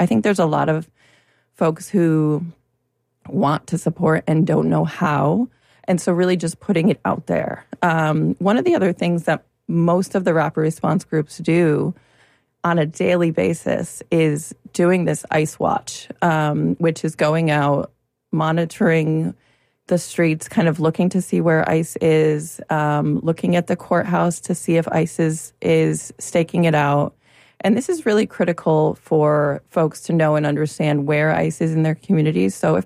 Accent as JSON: {"language": "English", "region": "Connecticut", "country": "United States", "said": "I'm originally from Connecticut, and I have to say"}